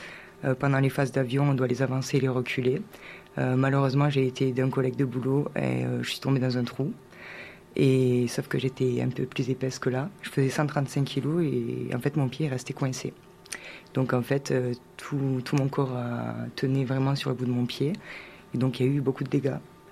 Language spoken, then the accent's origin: French; Occitanie, France; moi j'ai grandi sur Cap de Nagar, du coup. J'ai fait mon école primaire et mon collège à Cap 2. Après, je suis partie sur Villefranche.